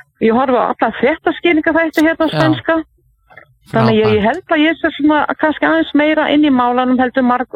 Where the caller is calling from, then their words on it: Torrevieja, Valencian Community, Spain; Torri Veka.